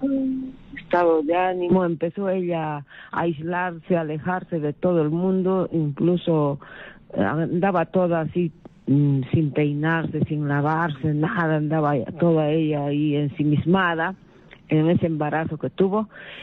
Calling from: Arequipa, Peru

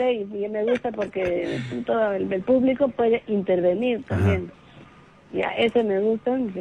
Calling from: Lima, Peru; …, desde Jesús María.

